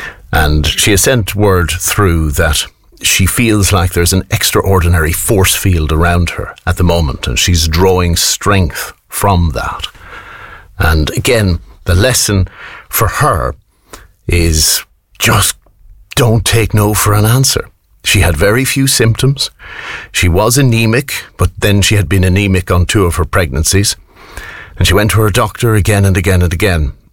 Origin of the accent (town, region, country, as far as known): Ireland